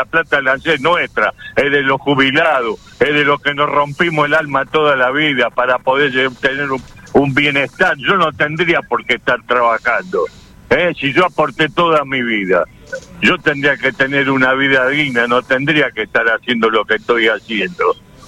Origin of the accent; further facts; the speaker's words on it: Buenos Aires, Argentina; born there; nací en La Boca, barrio más humilde que ese, en un conventillo.